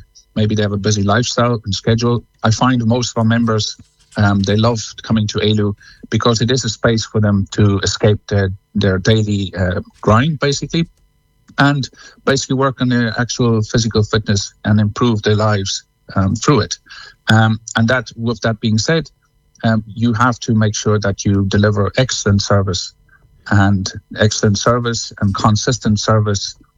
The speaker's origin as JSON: {"language": "English", "country": "South Africa", "moved": "yes", "lives_now": "Cong, Ireland", "said": "No, I'm originally from South Africa, I suppose."}